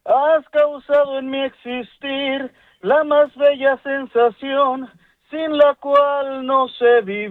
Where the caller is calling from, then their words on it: Monterrey, Nuevo León, Mexico; de Monterrey.